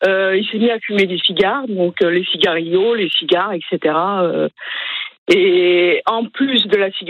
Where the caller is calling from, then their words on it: Deuil-la-Barre, Île-de-France, France; À Deuil-la-Barre, à côté d'Anguin.